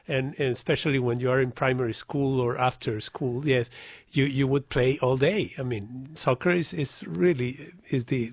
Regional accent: Bogota, Bogotá, Colombia; English is a second language; moved away as an adult; now in Illawarra, Australia; I am from Bogota, the capital city.

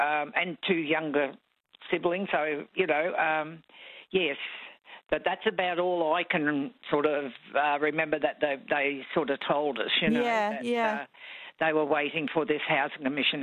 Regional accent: Brisbane, Queensland, Australia; I remember my mum telling me I was born in Royal Brisbane, mm-hmm. and I was, when she got out of the hospital, we went back to Victoria Park in a hut.

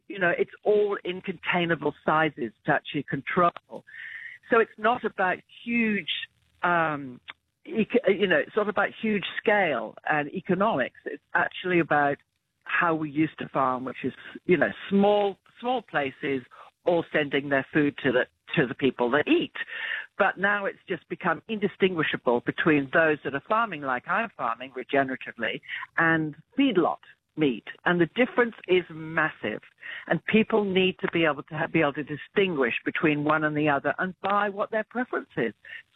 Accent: England, United Kingdom; now in Australia; I haven't, you know, I grew up in England, so I didn't grow up particularly with skincare protocols. So I'm not the best at looking after my skin. Look, I live in outdoors with an Australian sun

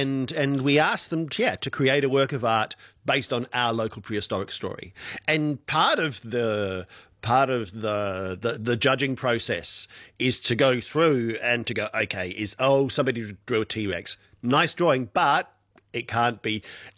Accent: South Australia, Australia; let's just focus on South Australia, which is my home state, of course, and has a remarkable fossil heritage.

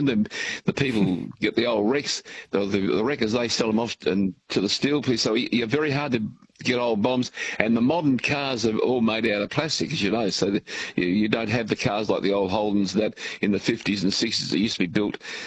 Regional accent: Corrigan, Australia; born there; which was my original hometown because I was born in Corrigan.

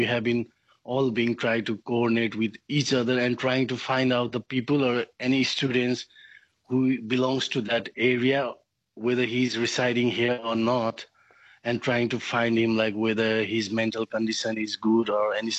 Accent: Nepal; English is a second language; now in Australia; as my hometown is very far from there, and most of my friends who used to live in Nepal, they have been still going and trying to help in that area.

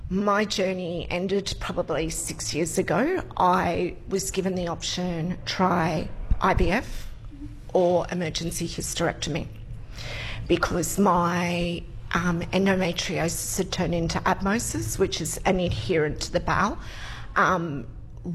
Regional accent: Tamworth, New South Wales, Australia; now in Central Coast, Australia; I grew up here in Tamworth. I now live on the Central Coast.

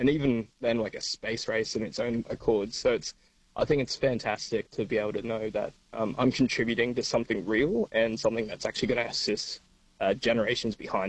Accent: Darwin, Northern Territory, Australia; moved away; we're originally from Darwin, Northern Territory, and yeah, we moved down to SA.

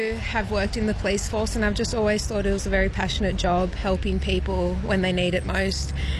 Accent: Wellington, New South Wales, Australia; I grew up in Wellington

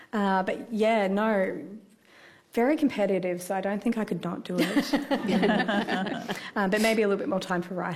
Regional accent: Albury, New South Wales, Australia; I'm from Albury Wodonga

